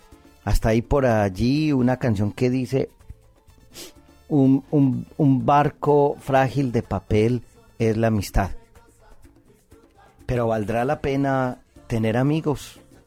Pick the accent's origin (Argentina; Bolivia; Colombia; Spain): Colombia; Inclusive, en mi país, Colombia, hay un programa hecho por unos hombres